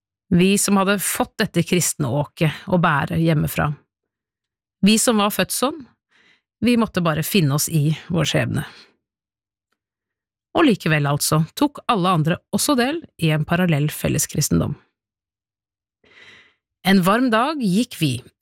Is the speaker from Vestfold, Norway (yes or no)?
no; Oslo, Norway; Jeg har vokst opp på Bekkelaget I Oslo. Mange tror at å vokse opp I hovedstaden betyr at man ikke har røtter, eller at man ikke kjenner naboene. Det ikke min erfaring. Jeg føler på mange måter at jeg har vokst opp på bygda, Bekkelagsbygda